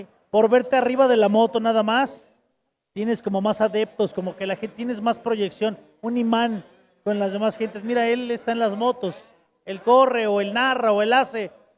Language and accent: Spanish; Martínez de la Torre, Veracruz, Mexico; soy de Martínez de la Torre, Veracruz